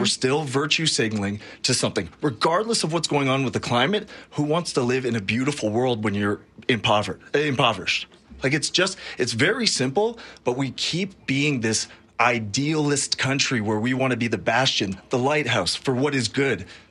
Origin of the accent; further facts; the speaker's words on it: Quebec, Canada; moved away; I grew up in Quebec. I lived through a referendum in 1995.